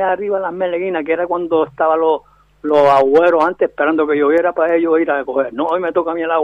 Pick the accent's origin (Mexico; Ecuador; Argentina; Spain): Spain; Las Palmas de Gran Canaria, Canary Islands; born there; moved away as an adult; yo soy de Tamarcete, nací en Tamarcete. Me vine a hacer una obra aquí debajo, chiquillaje. Sí. Con 20 años me vine a hacer una obra aquí debajo y me quedé aquí debajo.